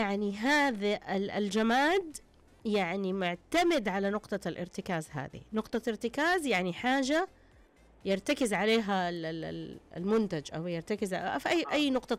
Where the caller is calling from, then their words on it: Riyadh, Riyadh Province, Saudi Arabia; من الرياض.